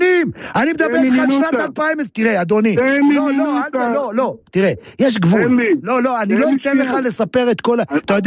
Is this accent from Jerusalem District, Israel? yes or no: yes; Jerusalem, Jerusalem District, Israel; אני זוכר, כי אני ירושלמי, אתה היית שם, אני הייתי ירושלמי